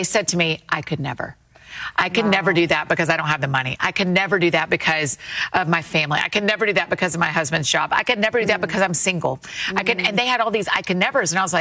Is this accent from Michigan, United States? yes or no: no; Atlanta, Georgia, United States; now in Nashville, United States; That's where I grew up in Atlanta, but I live in Nashville.